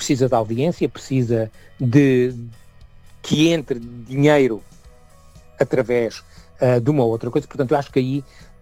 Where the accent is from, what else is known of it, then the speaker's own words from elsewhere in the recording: Portugal; now in Germany; Nós portugueses, viemos de Portugal para aqui por questões económicas